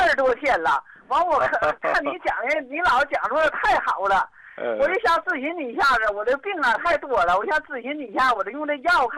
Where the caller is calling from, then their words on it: Liaoyang, Liaoning, China; 我是辽阳的。